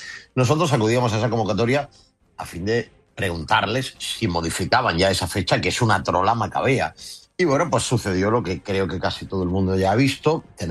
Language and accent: Spanish; Andalusia, Spain; un encargo que tenemos como andaluces